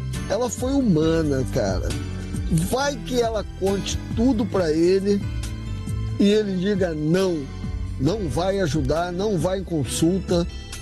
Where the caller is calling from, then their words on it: Rio de Janeiro, Brazil; aplicativo aqui do Rio de Janeiro.